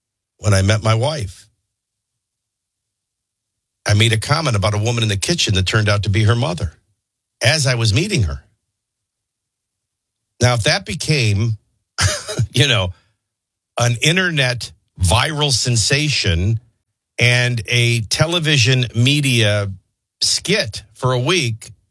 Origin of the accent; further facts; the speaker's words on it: Chicago, Illinois, United States; I grew up in Chicago. There isn't even college football in Chicago.